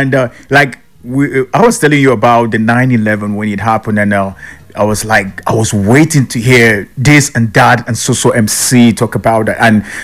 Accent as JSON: {"language": "English", "country": "Nigeria", "said": "Waking up every day in this part of the country"}